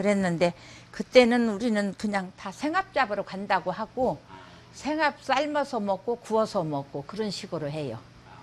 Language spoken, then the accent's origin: Korean; Gyehwado, North Jeolla, South Korea; 저 고향 개화도예요.